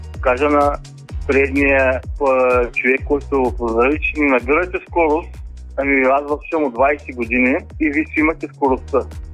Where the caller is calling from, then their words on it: Varna, Varna Province, Bulgaria; Здрасти, Кристиянко, съм от Варна.